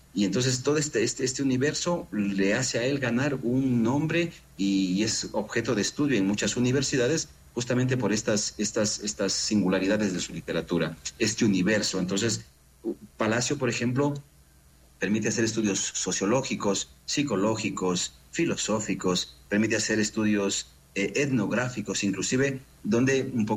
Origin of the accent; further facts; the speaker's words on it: Ecuador; Yo decía, yo soy de Ecuador.